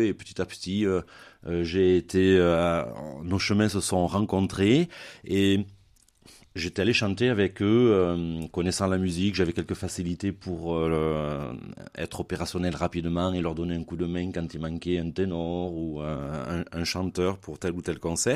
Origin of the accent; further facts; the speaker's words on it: Saint-Chély-d'Apcher, Occitanie, France; Oui, je suis de Saint-Chély-d'Apcher et dans une famille où le football ou les sports en pleine nature nous étaient plutôt étrangers.